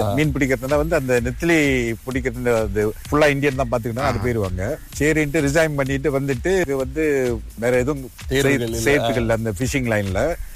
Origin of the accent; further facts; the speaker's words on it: Pangkor, Perak, Malaysia; நான் பிறந்த ஊரு ஃபம் த்ரீ வரைக்கும் பங்கூர்ல படிச்சேன்.